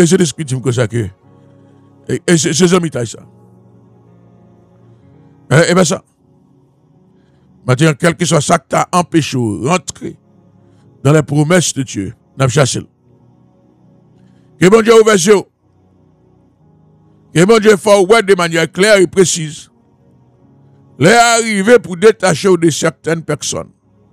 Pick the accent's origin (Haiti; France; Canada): Haiti; Moi, je suis noir. Je suis haïtien, je suis noir.